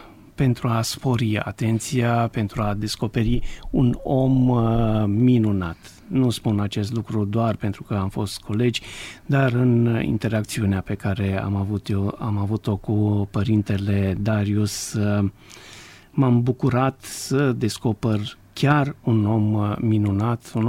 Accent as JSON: {"language": "Romanian", "town": "Alba Iulia", "region": "Alba County", "country": "Romania", "tie": "born there", "said": "Cei care sunt din Alba Iulia, și eu sunt născut în Alba Iulia"}